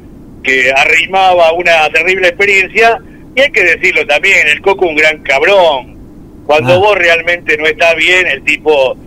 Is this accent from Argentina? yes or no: yes; Villa Ballester, Buenos Aires Province, Argentina; de mi pueblo, de Villa Ballester